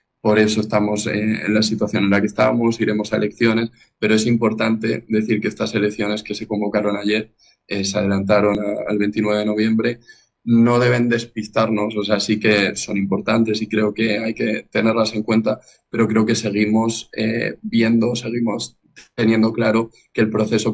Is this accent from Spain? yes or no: yes; Ávila, Castile and León, Spain; yo tenía 14 años con el 15M, entonces, y además soy de Ávila, soy de una ciudad que está cerca de Madrid, pero en Castilla y León, en otro sitio.